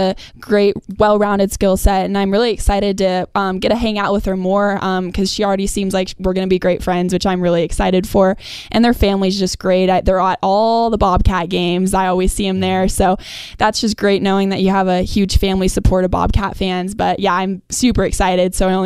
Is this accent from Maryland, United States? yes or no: no; Montana, United States; my home state